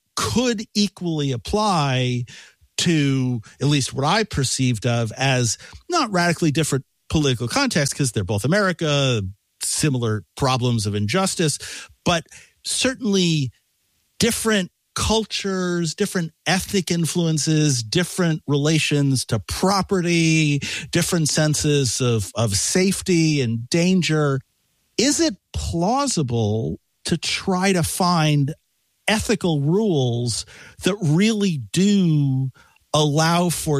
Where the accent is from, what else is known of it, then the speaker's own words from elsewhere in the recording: New York City, New York, United States; I grew up right across the river from you. I grew up in Washington Heights